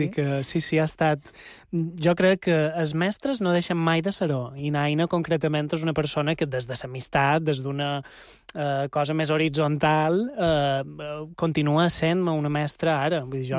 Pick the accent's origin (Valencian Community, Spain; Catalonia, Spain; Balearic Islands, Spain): Balearic Islands, Spain; Ses Salines; jo som de Set Salines, ella és de Santanyí, és lèxic, és pràcticament el mateix